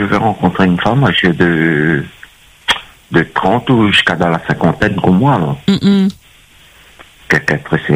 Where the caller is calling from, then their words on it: Saint-Denis, Réunion; j'habite à Saint-Denis.